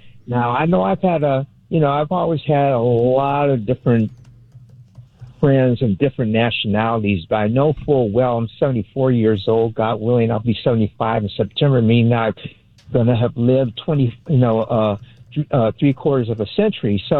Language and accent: English; Los Angeles, California, United States; I was born and raised in Los Angeles in 1951. Had a good upbringing. Neighborhood was great.